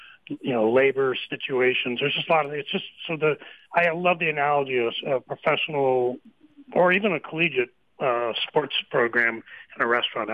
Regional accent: California, United States; Oh, well, I grew up in the East Bay, so I did eat at Doggy Diner.

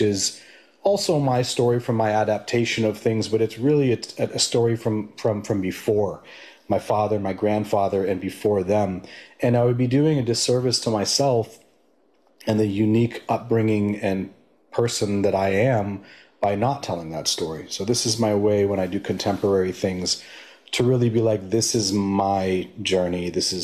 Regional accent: Marin County, California, United States; I was brought up here in Marin County, I born and raised, I've always had a unique kind of experience. Culturally, I'm mixed race.

